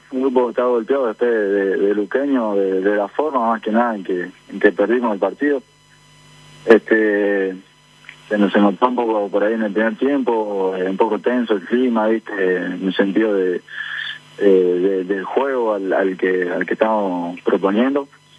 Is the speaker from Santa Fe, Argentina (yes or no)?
yes; Rosario, Santa Fe, Argentina; Parte sudoeste de Rosario, Barrio Leal se llama. La parte de donde estaba Messi es más para la zona sur, así que no estamos tan lejos.